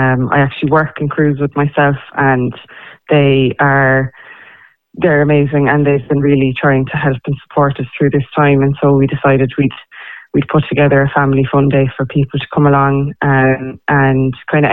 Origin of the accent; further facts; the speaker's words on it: Cloyne, Munster, Ireland; As you know, we're from Cloyne.